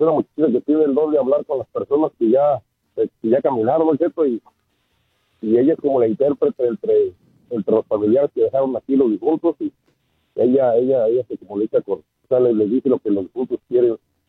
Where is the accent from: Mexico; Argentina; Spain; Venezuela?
Mexico; Michoacán; Soy michoacano … mira, ¿sabes qué?